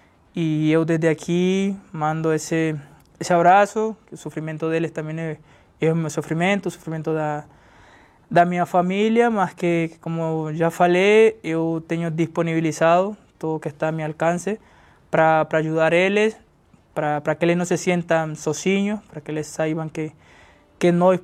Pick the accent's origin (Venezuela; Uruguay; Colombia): Colombia; moved away; porque ellos son mi familia, mi país, mi patria